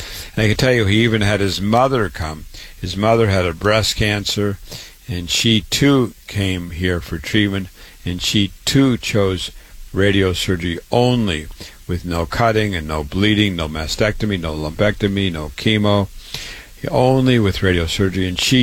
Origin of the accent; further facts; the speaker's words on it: Waterloo, Iowa, United States; now in New York City, United States; born and raised in Waterloo, Iowa, went to public school, university, medical school